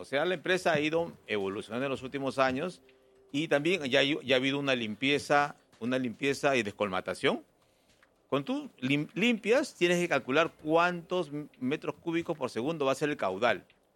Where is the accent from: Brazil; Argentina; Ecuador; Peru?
Peru; Lima; Nosotros, como limeños, no nos damos cuenta de la magnitud de la empresa de CEAPAL.